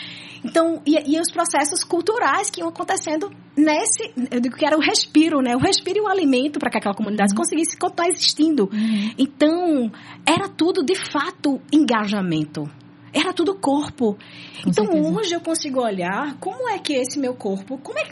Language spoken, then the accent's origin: Portuguese; Recife, Pernambuco, Brazil